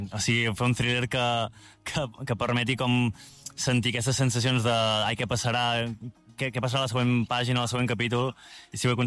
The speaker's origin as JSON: {"language": "Catalan", "town": "Vic", "region": "Catalonia", "country": "Spain", "said": "sóc de Vic"}